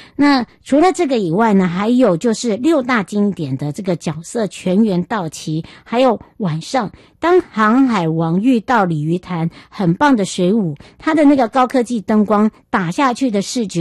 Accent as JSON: {"language": "Chinese", "town": "Yuli", "region": "Hualien County", "country": "Taiwan", "tie": "born or raised there", "said": "因为我们家乡这个玉里是属于南区，这是属于北区"}